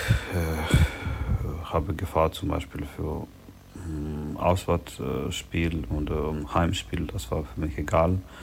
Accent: Kharkiv, Kharkiv Oblast, Ukraine; born there; German is a second language; moved away; Ich bin in Kharkiv geboren und das ist mein Heimclub.

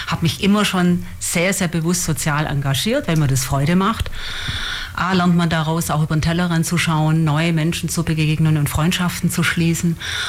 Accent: Ulm, Baden-Württemberg, Germany; born there; Ich bin in Ulm geboren, lebe jetzt auch schon hier 20 Jahre. Ich war ein paar Jahre mal wieder von Ulm auch weg, bin aber wieder gerne zurückgekommen.

